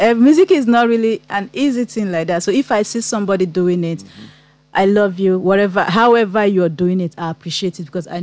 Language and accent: English; Abia, Nigeria; I'm Igbo. I'm from Abia State.